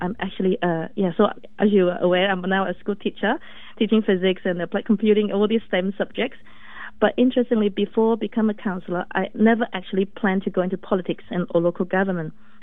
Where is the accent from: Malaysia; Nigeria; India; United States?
Malaysia; moved away as an adult; also born or lived in West Malaysia / United Kingdom; now in Wyndham, Australia; Born and raised in Malaysia, thank you. On an island of Borneo, and completed my first degree in Masters of Physics, first degree and Masters in both in Physics in West Malaysia. Then I worked there as a lecturer before moving to the UK to pursue my PhD in Electrical Engineering and Electronics.